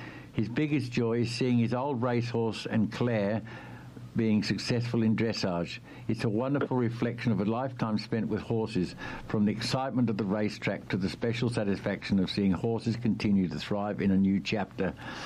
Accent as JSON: {"language": "English", "region": "London", "country": "United Kingdom", "tie": "born or raised there", "said": "the English countryside, where I spent a lot of time growing up. I was born in London and spent the..."}